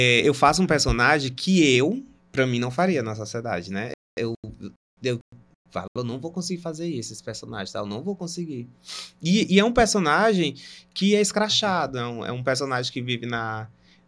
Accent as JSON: {"language": "Portuguese", "town": "Maranguape", "region": "Ceará", "country": "Brazil", "tie": "born there", "said": "Nasci em Maranguape."}